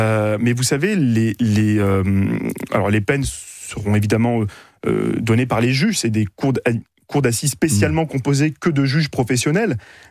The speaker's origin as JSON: {"language": "French", "country": "France", "tie": "born there", "said": "Je suis né en France."}